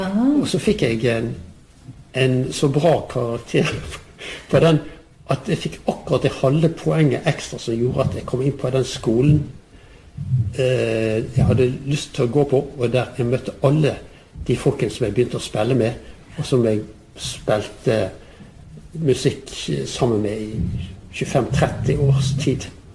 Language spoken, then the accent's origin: Norwegian; Bergen, Vestland, Norway; Og jeg er jo bergenser, men jeg kunne jo egentlig ha liksom gjerne ha skrevet nynorsk utifra språket mitt